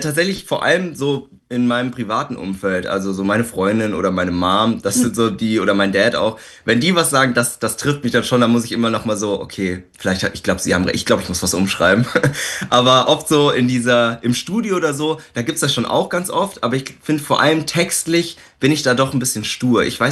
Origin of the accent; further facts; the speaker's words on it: Landsberg am Lech, Bavaria, Germany; moved away as an adult; now in Berlin, Germany; dass ich ja jetzt auch in Berlin wohne für eine Zeit. Ich komme ja eigentlich aus Landsberg, aus einem Dörfchen oder so ein Städtchen